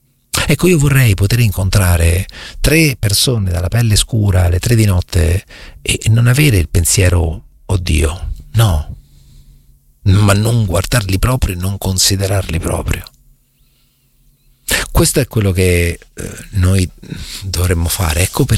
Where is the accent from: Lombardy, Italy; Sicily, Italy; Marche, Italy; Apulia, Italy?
Marche, Italy; io sono marchigiano e tra l'altro a Porto San Giorgio ho un sacco di amici